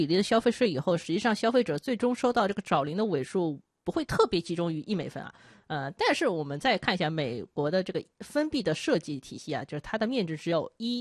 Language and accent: Chinese; China; 因为我们中国人都会很会这个凑这个